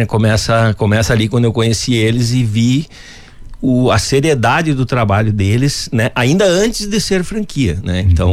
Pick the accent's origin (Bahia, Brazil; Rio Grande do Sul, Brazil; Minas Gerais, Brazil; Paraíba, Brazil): Rio Grande do Sul, Brazil; Roque Gonzales; moved away; also born or lived in Porto Alegre / Foz do Iguaçu; eu sou natural da região missioneira, de Roque Gonzales, por próximo ali a São Luís Gonzaga, né? Mas já saí de lá há muitos anos, né? Fiz a faculdade em Porto Alegre. Morei um tempo, bastante tempo, até em Foz do Iguaçu